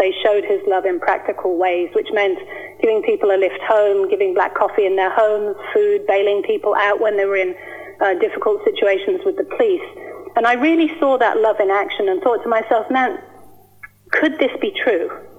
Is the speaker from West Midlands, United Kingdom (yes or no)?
yes; Bentley Heath, West Midlands, United Kingdom; I was born in the West Midlands. I was actually born in a little village called Bentley Heath, which is not too far from Solihull and outside of Birmingham.